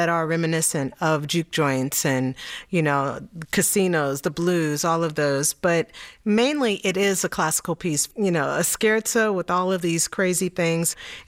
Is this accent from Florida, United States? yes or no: no; Louisville, Kentucky, United States; born there; We're originally from Jacksonville, Mississippi, and I was born in Louisville, Kentucky.